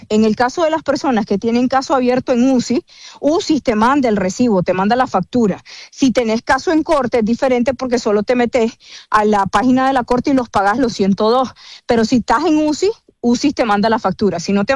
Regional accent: Nicaragua; moved away; pero voy todo el tiempo a Nicaragua y mis papás, mis hermanos, todos viven allá y yo me crié allá.

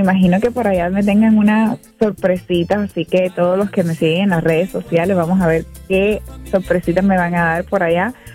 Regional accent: Venezuela; born there; moved away; Yo me crié muchos años en Venezuela

